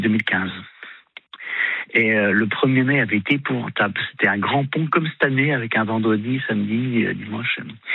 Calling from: Nantes, Pays de la Loire, France; je suis sur Nantes

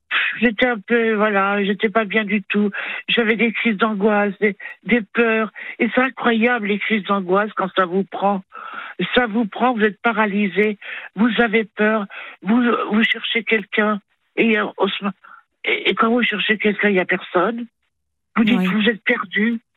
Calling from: Clamart, Île-de-France, France; Et j'habite à Clamart.

